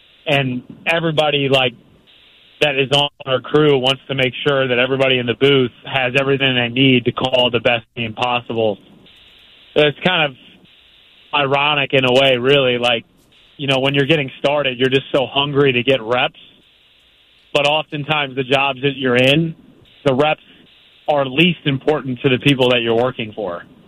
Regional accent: St. Louis, Missouri, United States; that's a big rivalry, of course, growing up in St. Louis

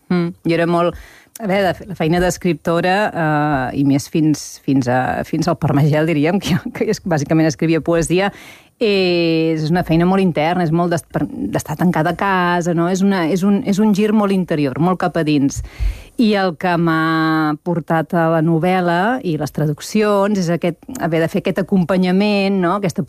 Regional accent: Cardedeu, Catalonia, Spain; I vam descobrir que som veïns de Cardedeu, som del mateix poble.

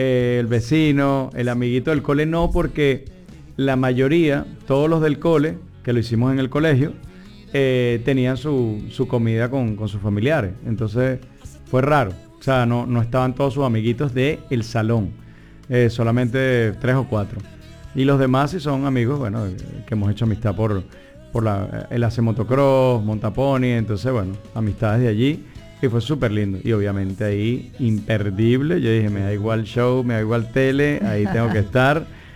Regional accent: Venezuela; yo soy venezolano y hablo venezolano.

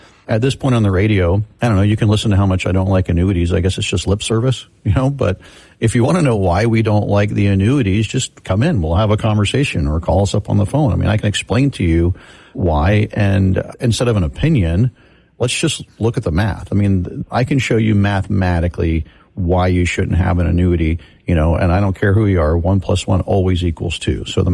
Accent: Florida, United States; born or raised there

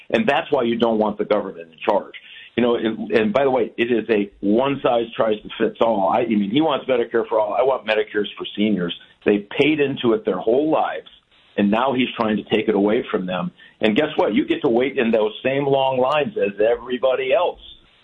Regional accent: Michigan, United States; And you and I know this because we're from Michigan

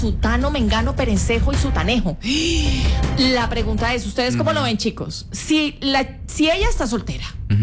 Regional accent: Colombia; now in Guatemala; Yo soy colombiana a partir del mediodía.

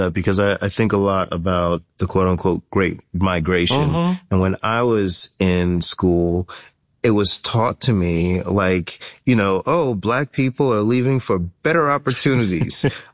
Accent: Florida, United States; like in my home state of Florida

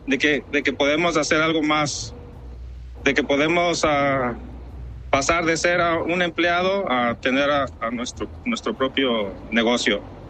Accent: Puebla, Mexico; Para que lo soy de Puebla, de donde somos los feos, prietos, gordos y chaparros.

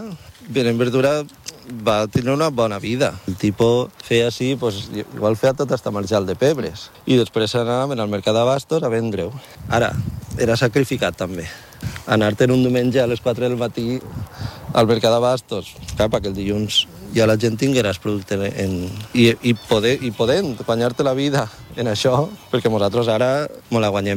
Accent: Oliva, Valencian Community, Spain; Nosaltres ara som d'Oliva i tenim les terres així.

